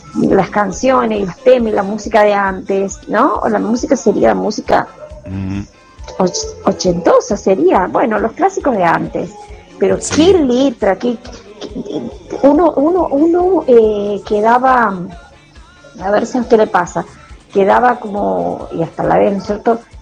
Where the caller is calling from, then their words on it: Villa Mercedes, San Luis, Argentina; de Villa Mercedes